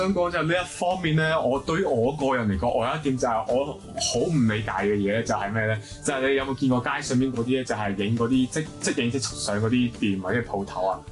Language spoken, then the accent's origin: Cantonese; Macau; 因為我係澳門人啦